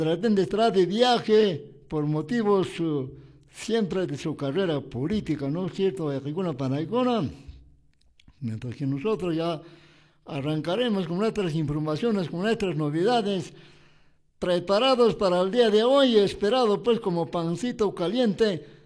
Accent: Chumbivilcas, Cusco, Peru; Saludos a mi patria chica de los jorilazos con fervor y valentía de mi Perú profundo.

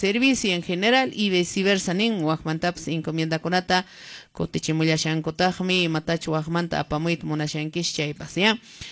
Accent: Colquemarca, Cusco, Peru; ¿De dónde eres? Yo soy de Colquemarca. De Colquemarca, Totorani.

